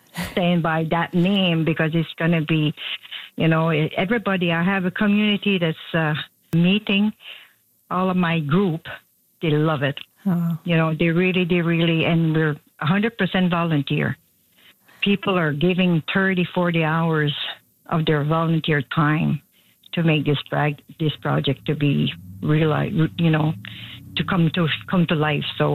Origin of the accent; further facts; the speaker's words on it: New Brunswick, Canada; And so when I came back to my hometown, I said, why don't we have that here?